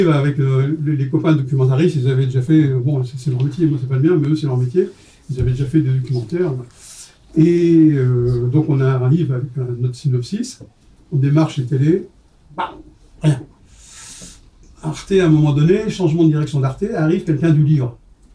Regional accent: Lyon, Auvergne-Rhône-Alpes, France; c'est qu'on n'était pas parisien. On n'est pas parisien. On est lyonnais.

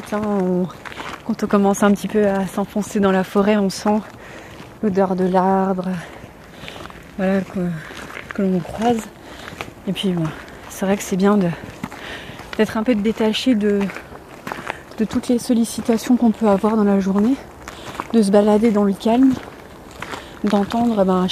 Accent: Saint-Dié-des-Vosges, Grand Est, France; now in Golbey, France; Moi, je suis native de Saint-Dié-des-Vosges. J'ai beaucoup tourné dans le Grand Est parce que ma maman était souvent mutée pour son travail. Et là, en ce moment, j'habite à Golbey.

